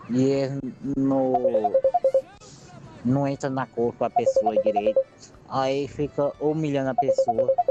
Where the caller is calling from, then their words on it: Bahia, Brazil; eu falo da Bahia.